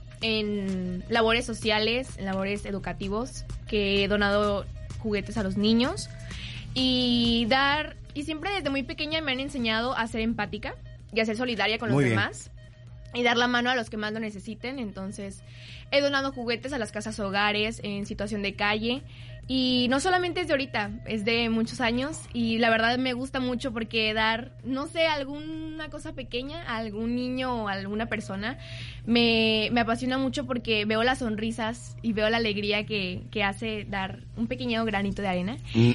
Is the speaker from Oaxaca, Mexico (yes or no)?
no; Veracruz, Mexico; me gusta mucho bailar, me gusta mucho cantar, porque veracruzana.